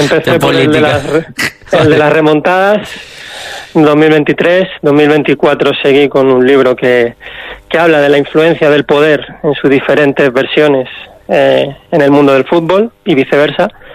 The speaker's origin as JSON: {"language": "Spanish", "region": "Melilla", "country": "Spain", "tie": "born or raised there", "moved": "as an adult", "lives_now": "Madrid, Spain", "said": "Yo nací allí en Melilla, con 18 me vine para Madrid a estudiar la carrera de periodismo."}